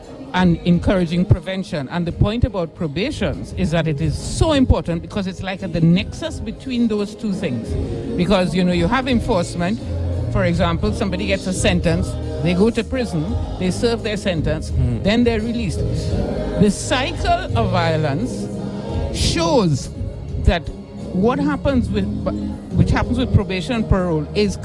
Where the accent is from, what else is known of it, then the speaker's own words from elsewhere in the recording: Trinidad & Tobago; now in Barbados; I am from Trinidad and Tobago, but I'm based in Barbados.